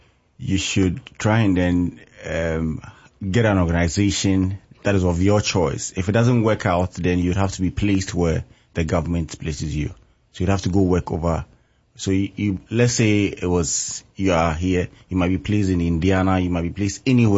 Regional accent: Accra, Greater Accra, Ghana; moved away as an adult; now in Kentucky, United States; I'm from the capital called Accra. That's the biggest city in Accra.

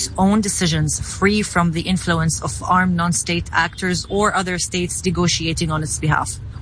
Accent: Mount Lebanon, Lebanon; I am from the Matan area in Lebanon.

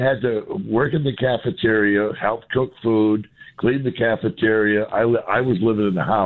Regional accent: Vermont, United States; Yeah, I had to laugh because I was from Vermont.

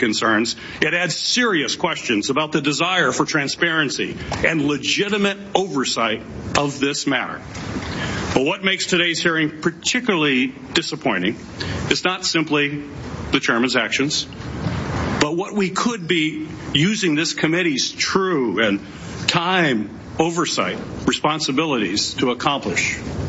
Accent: Michigan, United States; in my home state of Michigan, as well as across the country.

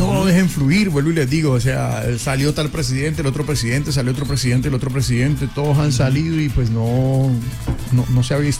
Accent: Colombia; lo que queremos nosotros como ciudadano y como colombiano.

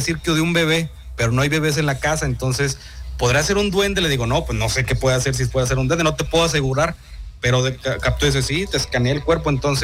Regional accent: San Juan del Río, Durango, Mexico; en mi pueblo es el segundo colonizado aquí en el estado de Durango. El primero fue Nombre de Dios y luego fue San Juan de Río en las misiones franciscanas.

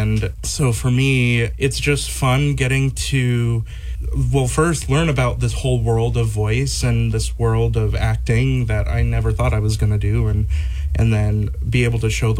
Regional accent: Alaska, United States; I'm not from here, around here. I'm actually from Alaska. So I come from a smaller town, and it used to be more of a very music community.

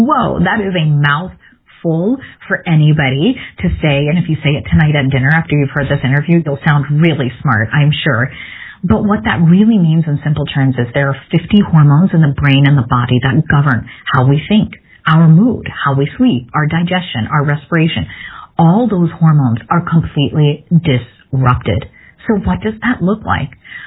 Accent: Midwest, United States; if you've ever had to drive on ice like I did growing up in the Midwest

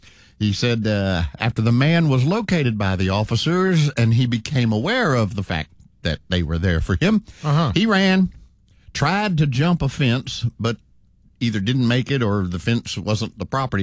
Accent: Houston, Texas, United States; I grew up in Spring Branch. That's where the shooting took place.

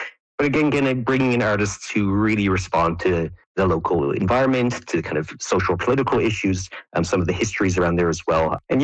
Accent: St. John's, Newfoundland and Labrador, Canada; moved away as an adult; You know, I'm from St. John's originally, of course, and studied in Grenfell in Cornerbrook. And then in 99, I moved away. So, I mean, I still return home because of all my family connections and stuff are all there, of course.

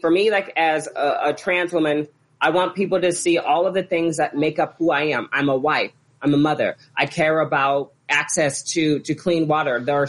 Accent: Omaha, Nebraska, United States; moved away; as a person who was born and raised in Omaha, Nebraska, and ultimately left to find my truth in the big city.

